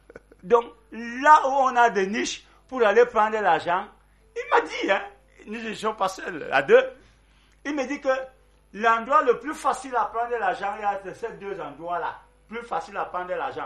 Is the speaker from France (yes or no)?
no; Cameroon; Nous sommes des Camerounais.